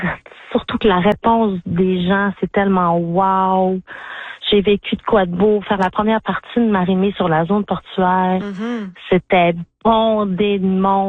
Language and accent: French; Saguenay, Quebec, Canada; born there; Kenogami... C'est mes racines, je suis née à Kenogami.